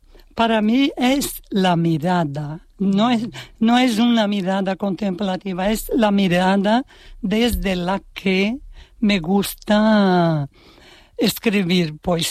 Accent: Brazil; moved away as an adult; nací en Brasil, entonces yo viví allí hasta los 18 años.

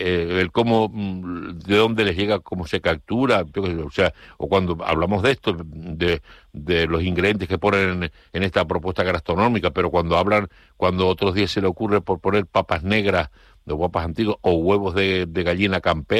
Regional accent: Tijarafe, Canary Islands, Spain; Yo soy de Tijarafe, como muchos saben, un hombre de campo.

